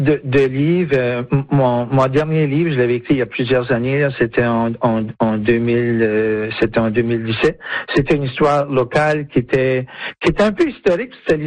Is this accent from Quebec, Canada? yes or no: no; Cocagne, New Brunswick, Canada; mon village natal de Cocagne